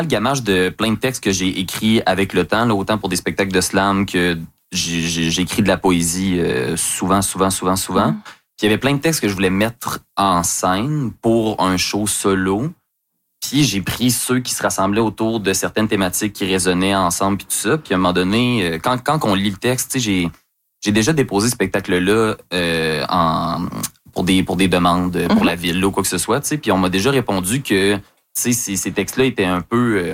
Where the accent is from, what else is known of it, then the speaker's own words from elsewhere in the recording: Lévis, Quebec, Canada; Après avoir passé toute mon enfance à Lévis